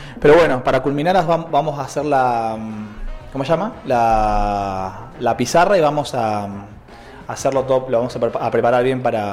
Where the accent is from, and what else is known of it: Argentina